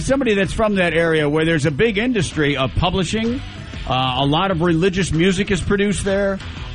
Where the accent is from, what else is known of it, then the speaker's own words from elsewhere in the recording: Michigan, United States; As someone who came, who was born and raised in Western Michigan, which was founded on a religious ethos of known as Calvinism.